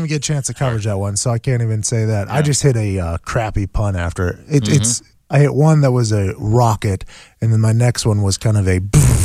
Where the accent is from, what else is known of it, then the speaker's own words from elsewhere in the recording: Plum, Pennsylvania, United States; moved away; Well, I'm from Pittsburgh originally, a town called Plumboro, which is outside of Pittsburgh.